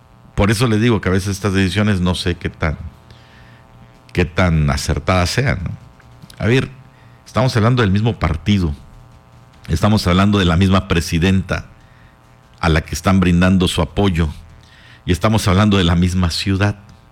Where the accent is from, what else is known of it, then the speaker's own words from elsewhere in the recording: Chetumal, Quintana Roo, Mexico; para los que somos de Chetumal suena romántico